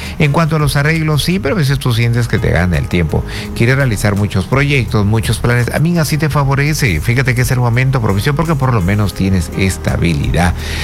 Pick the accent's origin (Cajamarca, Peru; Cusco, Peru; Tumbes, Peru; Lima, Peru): Tumbes, Peru; moved away; Saludos, Tumbes, mi tierra, el norte del Perú.